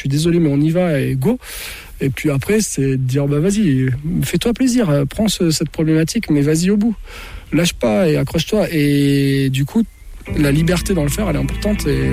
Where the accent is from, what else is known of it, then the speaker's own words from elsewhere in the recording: the Alps, France; Nous, on vient des Alpes, on a 20 ans d'expérience en nature